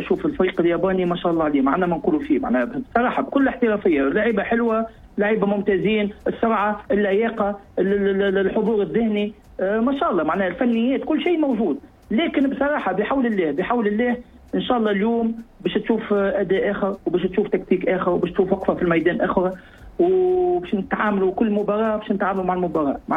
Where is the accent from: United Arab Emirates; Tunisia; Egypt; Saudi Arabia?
Tunisia; انا تونسي